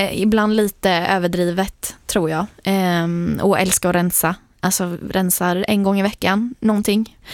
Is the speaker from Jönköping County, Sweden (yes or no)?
yes; Nässjö, Jönköping County, Sweden; moved away; Nässjö, där jag kommer ifrån.